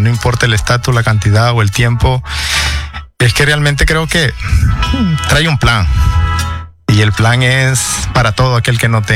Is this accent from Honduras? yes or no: yes; Honduras; moved away as an adult; now in Washington, D.C., United States; es mi país, es donde nací